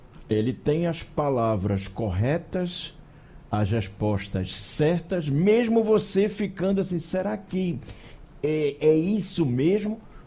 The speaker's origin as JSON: {"language": "Portuguese", "region": "Paraíba", "country": "Brazil", "said": "como bom paraibano, sou belo em todos os sentidos."}